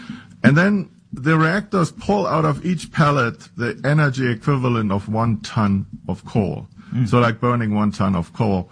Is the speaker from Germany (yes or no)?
yes; Berlin, Germany; moved away as an adult; also born or lived in Las Vegas, Nevada; now in Nevada, United States; I was born and raised in Berlin. I went to school there, got my PhD at the Institute for Radiation and Nuclear Physics. And after that, I came to the U.S. in 1994